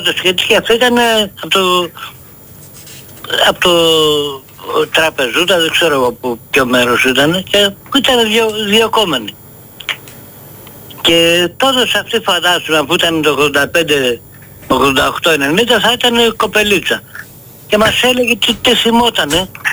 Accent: Ios, South Aegean, Greece; από την Ίο

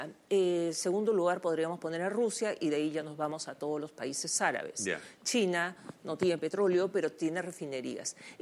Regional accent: Peru; es muy parecido a Perú

